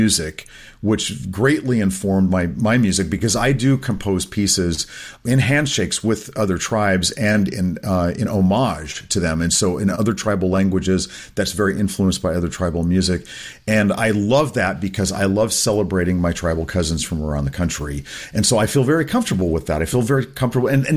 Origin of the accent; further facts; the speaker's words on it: Oklahoma, United States; this was actually quite normal that I was saturated in the arts as an American Indian in the state of Oklahoma.